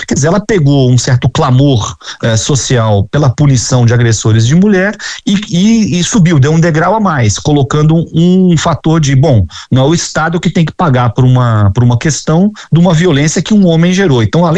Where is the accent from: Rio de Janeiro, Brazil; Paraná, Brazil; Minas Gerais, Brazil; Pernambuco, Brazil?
Rio de Janeiro, Brazil; Eu sou do Rio de Janeiro